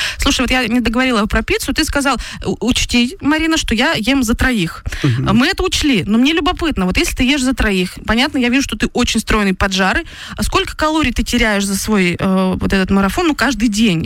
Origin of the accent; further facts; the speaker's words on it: Perm Krai, Russia; born there; moved away; просто я родилась в Пермском крае, это моя родина